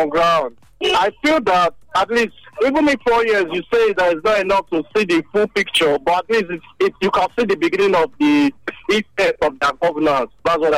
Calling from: Benin City, Edo, Nigeria; I'm calling from Benin.

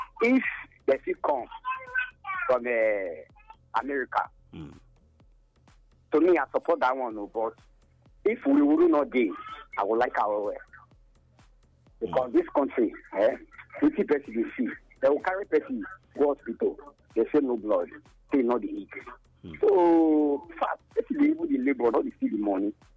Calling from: Delta, Nigeria; Calling from Delta State.

